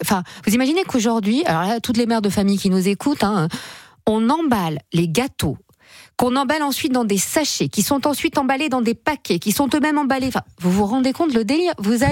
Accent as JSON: {"language": "French", "region": "south of France", "country": "France", "said": "moi je viens du sud de la France, la tomate, il y avait d'abord le parfum, et après il y avait ce goût incroyable"}